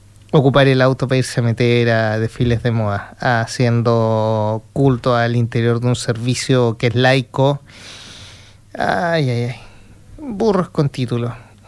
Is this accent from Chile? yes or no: yes; Chile